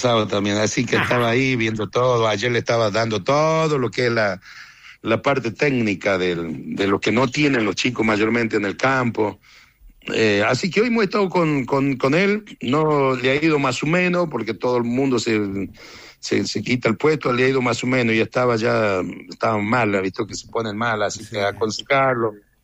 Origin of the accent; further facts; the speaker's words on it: Chaco, Argentina; born there; vengo del Chaco, vos sabés que yo armé una cancha de fútbol allá donde yo nací, donde era el cerco de mi mamá.